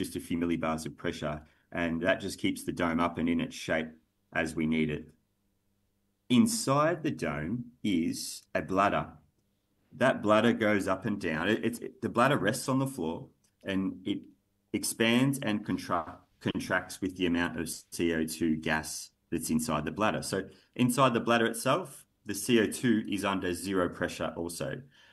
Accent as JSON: {"language": "English", "town": "Hazelwood North", "region": "Victoria", "country": "Australia", "tie": "born or raised there", "said": "And I grew up in Hazelwood North, and I understand the expertise and the skill sets that we have in the regions."}